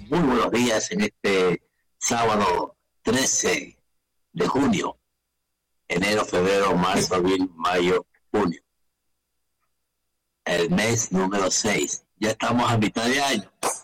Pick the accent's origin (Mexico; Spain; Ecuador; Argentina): Ecuador; Amo mi país, soy ecuatoriano, 100%, mi patria es todo.